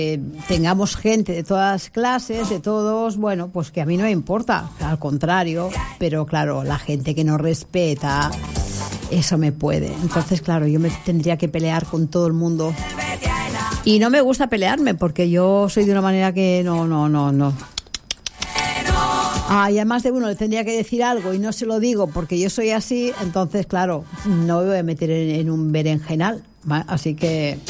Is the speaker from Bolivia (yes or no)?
no; Badalona, Catalonia, Spain; Mi pueblo, mi ciudad es Badalona, pero la playa de Badalona, sinceramente, hay momentos que no la puedes disfrutar.